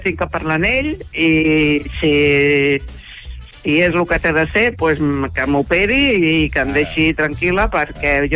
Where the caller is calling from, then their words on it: Barcelona, Catalonia, Spain; Jo de Barcelona, però vic a Cornellà.